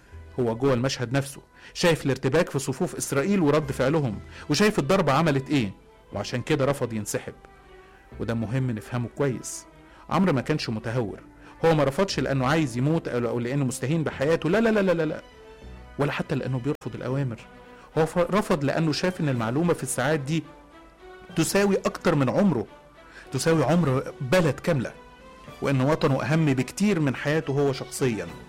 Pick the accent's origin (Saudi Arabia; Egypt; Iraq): Egypt; ولينا الشرف إن إحنا مصريين.